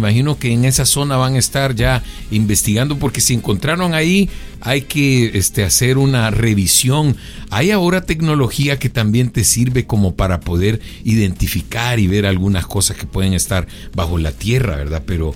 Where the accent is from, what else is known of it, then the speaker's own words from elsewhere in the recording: Chalchuapa, Santa Ana, El Salvador; yo crecí en Chalchuapa, que es una zona arqueológica así por tradición